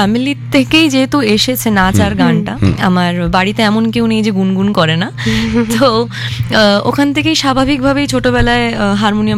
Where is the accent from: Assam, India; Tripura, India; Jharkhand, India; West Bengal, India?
West Bengal, India; Haldia; born there; moved away; also born or lived in Hooghly; আমার ছোটবেলাটা কেটেছে, আমার জন্ম হয়েছে পূর্ব মেদিনীপুরে।